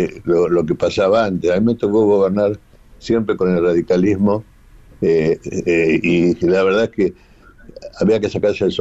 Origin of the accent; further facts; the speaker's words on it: Argentina; Ahí somos todos argentinos